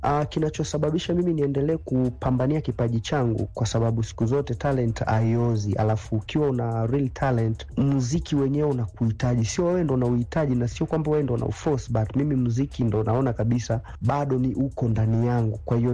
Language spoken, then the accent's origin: Swahili; Musoma, Mara, Tanzania; also born or lived in Bunda; now in Dar es Salaam, Tanzania; ni Bongo Flava artist, ni msanii wa natokea mkoa wa Mara. Toka nimeanza safari yangu ya muziki mpaka hapa nilipofika, nimeanzia nyumbani Musoma, then nikakaa tena Bunda